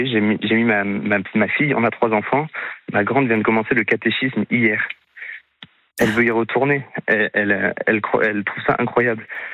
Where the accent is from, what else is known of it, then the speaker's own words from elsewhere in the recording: Bordeaux, Nouvelle-Aquitaine, France; Non, alors je suis de Bordeaux.